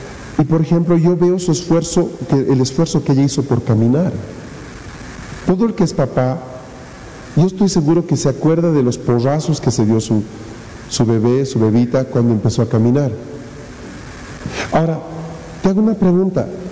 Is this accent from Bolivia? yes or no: yes; Bolivia